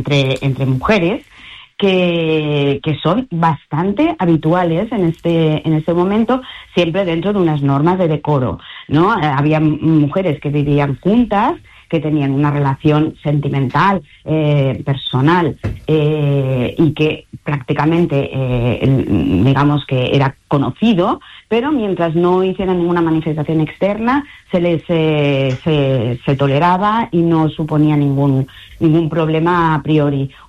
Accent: Valencian Community, Spain; un periplo que para mí particularmente, siendo valenciana, me resulta muy emocionante

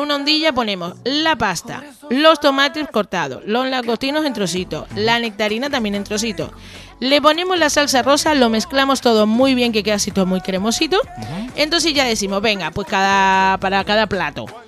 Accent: Valle de Guerra, Canary Islands, Spain; Buenos días, equipo. … de Valle de Guerra y empieza lo bueno.

